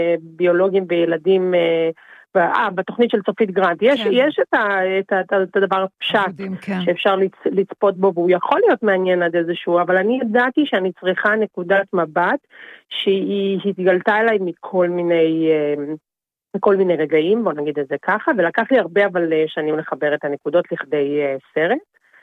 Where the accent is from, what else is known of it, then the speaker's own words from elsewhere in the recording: Gadot, Northern District, Israel; also born or lived in Jerusalem; נולדתי בירושלים, אבל גדלתי רוב החיי בקיבוץ גדות, שזה קיבוץ בגליל העליון, ליד ראש פינה.